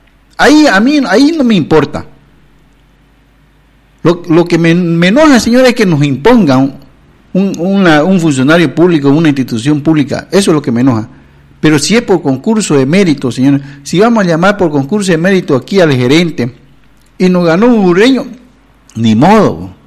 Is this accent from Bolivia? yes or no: yes; Santa Cruz, Bolivia